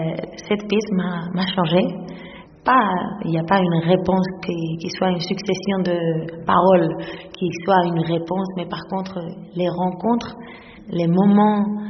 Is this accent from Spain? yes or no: yes; Spain; je suis metteuse en scène, dramaturge et actrice. Et je suis espagnole.